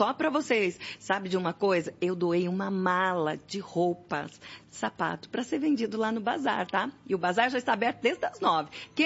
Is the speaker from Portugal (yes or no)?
no; Brazil; Porque eu sou brasileira, né?